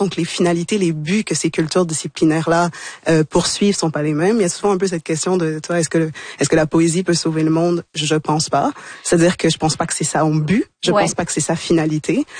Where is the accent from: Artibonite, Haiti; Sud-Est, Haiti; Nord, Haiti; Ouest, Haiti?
Ouest, Haiti; Port-au-Prince; born there; Non, c'est comme un peu classique enfants d'immigrants. Moi, je suis née à Port-au-Prince. J'ai grandi ici.